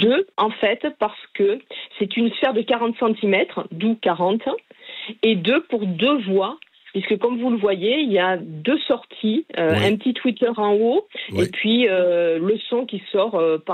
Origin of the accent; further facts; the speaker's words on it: south of France, France; also born or lived in Paris; Alors, si, je suis pas née dans l'Aveyron, mais pas du tout. Alors, je vais vous faire rire parce que je suis née à Paris. Mais, oui. Mais je suis partie, je devais avoir 9 mois, je suis partie dans le sud de la France.